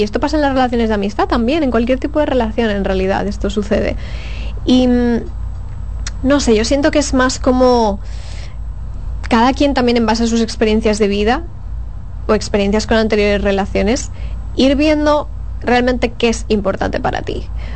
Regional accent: Spain; moved away; como española que soy

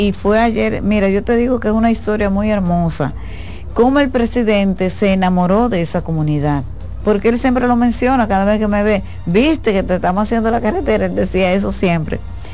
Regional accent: Santiago Rodríguez, Dominican Republic; born there; de mi pueblo, tú llegar a Loma de Cabrera por la vía que está ahora habilitada te toma entre 40 y 45 minutos.

